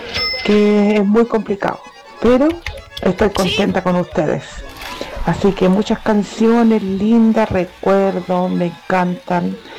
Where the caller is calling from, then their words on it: Concón, Valparaíso, Chile; pues, de Concón.